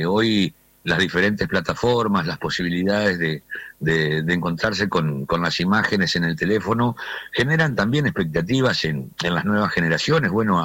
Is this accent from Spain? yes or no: no; Argentina; todos venimos en el interior del país de parte de familia de gente de campo. Creo que los que realmente somos argentinos sabemos que de algún lado nos pega la descendencia de las viejas tradiciones.